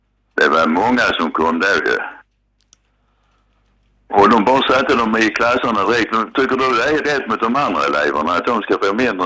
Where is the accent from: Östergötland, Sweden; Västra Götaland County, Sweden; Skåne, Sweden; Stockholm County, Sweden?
Skåne, Sweden; Nej, jag är inte svensk, jag är skåning.